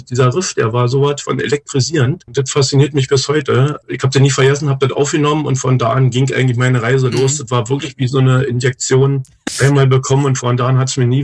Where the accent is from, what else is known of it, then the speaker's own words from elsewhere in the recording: Germany; born there; Ich bin in Ostdeutschland geboren, an der Grenze zu Berlin.